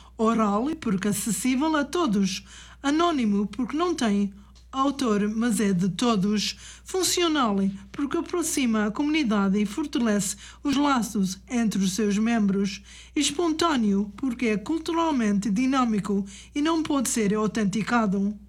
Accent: Portugal

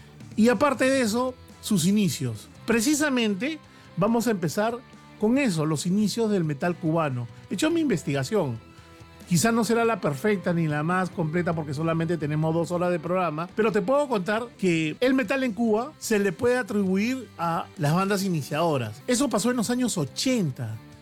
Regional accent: Peru; yo pensaba que solamente había pasado en mi país, en el Perú

